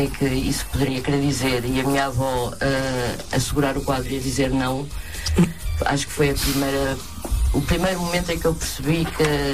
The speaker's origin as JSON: {"language": "Portuguese", "region": "Lisbon", "country": "Portugal", "tie": "born or raised there", "said": "Eu cresci em Lisboa, em Alcântara, que sempre foi um bairro operário e, portanto, as classes sociais que nos rodeavam eram classes sociais baixas, algumas muito baixas"}